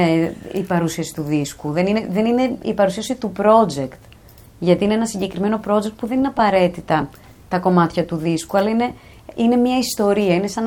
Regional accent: Parikia, South Aegean, Greece; Από την Παρίκια. Από τις Λεύκες ήταν ο παππούς.

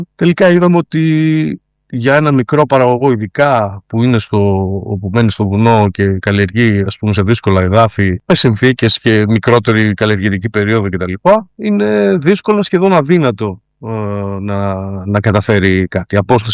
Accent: Trikala, Thessaly, Greece; στην πόλη μου, στα Τρίκαλα

